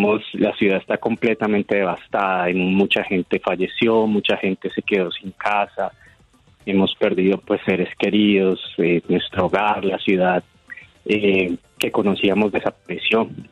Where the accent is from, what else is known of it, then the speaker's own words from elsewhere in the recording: Cali, Valle del Cauca, Colombia; como caleños y caleñas